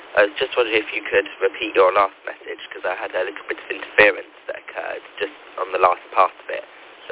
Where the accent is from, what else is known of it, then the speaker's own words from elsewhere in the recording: Corsham, South West England, United Kingdom; we're from Corsham in England, which is like a small town just next to the city of Bath.